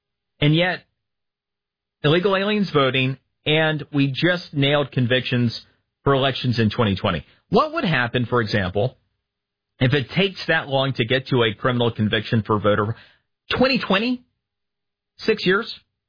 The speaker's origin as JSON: {"language": "English", "region": "Florida", "country": "United States", "tie": "born or raised there"}